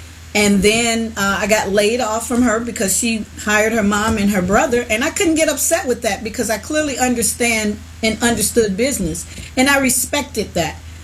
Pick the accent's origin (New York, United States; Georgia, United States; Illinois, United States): Illinois, United States; Chicago; moved away; I'm originally from Chicago, born at, I'm going to tell my age, at County Hospital. My parents, I have Bronzeville ties there in Chicago. My parents own businesses there.